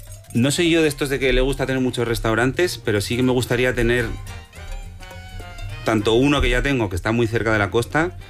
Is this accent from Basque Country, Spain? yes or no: yes; Basque Country, Spain; como vascos que somos